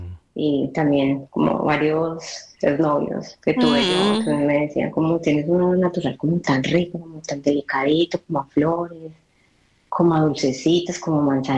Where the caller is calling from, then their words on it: Antwerp, Flanders, Belgium; Les hablo desde Amberes